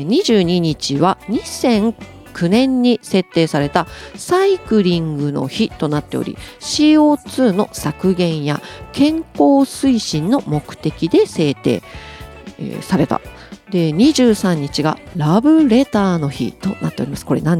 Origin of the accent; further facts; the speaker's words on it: Okinawa, Japan; moved away; 生まれ育った沖縄